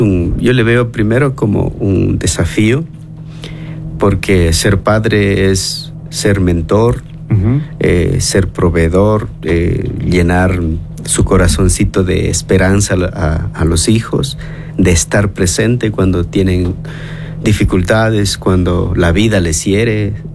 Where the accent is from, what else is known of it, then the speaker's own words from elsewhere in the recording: Cañar, Ecuador; Yo vengo de una sociedad de Cañar, escuchar de un papá te amo, o abrazarte, o llorar contigo, dice cállate carajo, no llores.